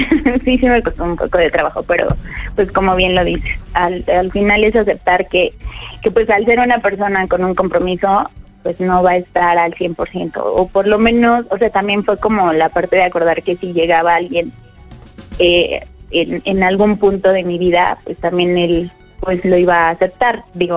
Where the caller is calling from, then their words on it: Mexico City, Mexico; Soy de Azcapotzalco.